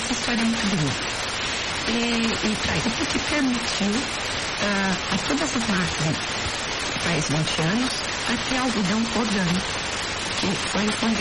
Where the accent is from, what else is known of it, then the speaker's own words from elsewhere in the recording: Brazil; now in France; Vim do Brasil há mais de 30 anos e dizer eu quero ser um estilista é como ir para o Brasil e dizer eu quero ser um jogador de futebol.